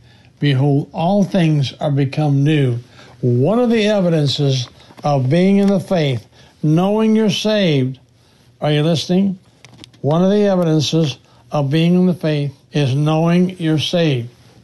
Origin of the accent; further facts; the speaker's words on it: South Dakota, United States; I said, well, I'm a preacher from South Dakota. Have you ever met a preacher from South Dakota?